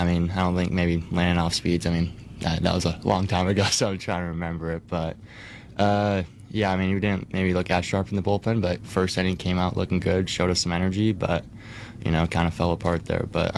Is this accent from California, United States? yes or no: yes; San Luis Obispo, California, United States; To represent SLO, my hometown